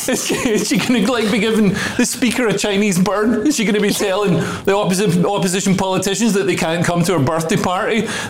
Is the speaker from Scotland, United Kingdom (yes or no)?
yes; Scotland, United Kingdom; born there; accent: Scottish; my mum's English. So even though I was born in Scotland, I sound Scottish, I act Scottish